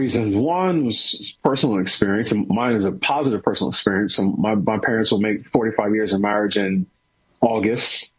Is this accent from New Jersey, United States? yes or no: no; New York City, New York, United States; also born or lived in Pittsburgh, United States; now in Washington, United States; I grew up in New York City. You know, I went to school and college in Pittsburgh. I've been in the D.C. area now almost 20 years.